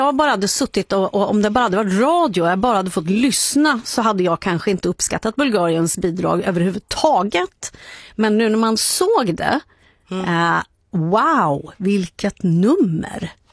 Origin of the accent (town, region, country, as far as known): Sweden